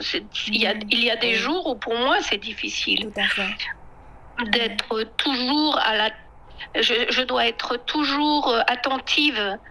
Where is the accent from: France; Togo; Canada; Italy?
France; now in China; Pourtant, je ne suis pas du tout américaine, je suis française, mais bon, pour eux, ça veut dire étrangers, quoi.